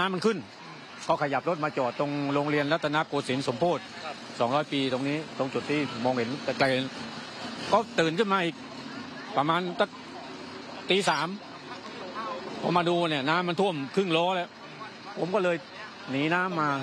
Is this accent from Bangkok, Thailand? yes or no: yes; Bangkok, Thailand; ผมมาโตที่กรุงเทพนะผมเรียนที่กรุงเทพ